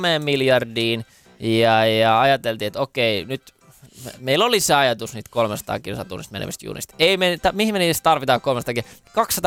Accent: Helsinki, Uusimaa, Finland; halutaanko me paljasjalkaiset stadilaiset

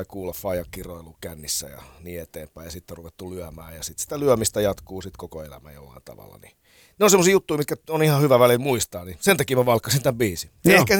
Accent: Hamina, Kymenlaakso, Finland; born there; Joo, mun mutsi ja faija oli siellä duunissa

